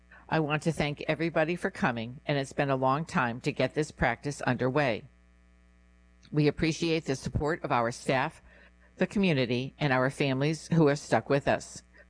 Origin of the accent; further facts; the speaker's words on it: Southwick, Massachusetts, United States; As a lifelong resident of Southwick, I grew up on Congammon Lake and graduated from the Southwick Regional School District. This community has always been home to me